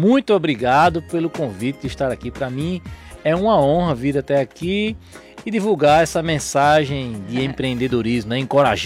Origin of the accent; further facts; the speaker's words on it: Rio Grande do Norte, Brazil; Eu sou do Nordeste. Sou do Rio Grande do Norte.